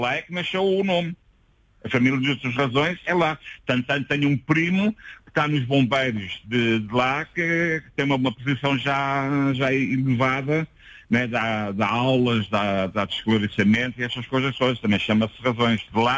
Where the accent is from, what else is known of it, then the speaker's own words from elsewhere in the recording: Lisbon, Portugal; born there; o meu irmão nasceu em Lisboa, só é que nasci em Calux.